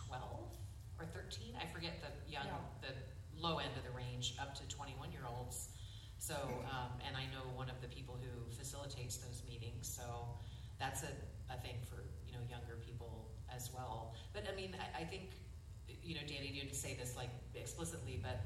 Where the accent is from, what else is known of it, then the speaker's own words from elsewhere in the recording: Texas, United States; moved away; I grew up in Texas